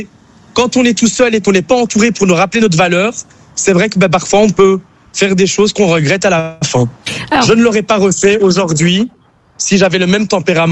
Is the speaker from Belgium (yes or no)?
yes; Brussels, Brussels-Capital Region, Belgium; oui je suis belge, oui. Je viens de Bruxelles.